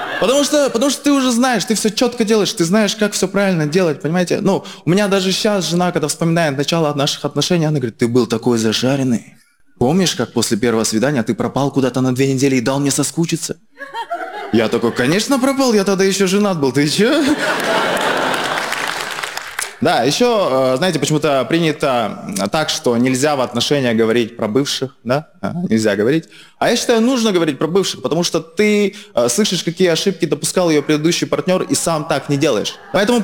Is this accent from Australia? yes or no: no; Kazakhstan; Я из Казахстана